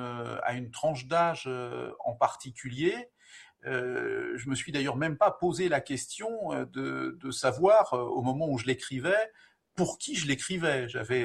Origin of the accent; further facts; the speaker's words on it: Paris, Île-de-France, France; also born or lived in Var; je suis parisien d'origine et varois d'adoption.